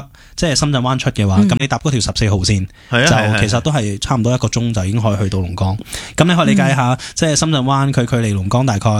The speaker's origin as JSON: {"language": "Cantonese", "country": "Hong Kong", "said": "我哋香港人可以喺嗰度买社保噶嘛，"}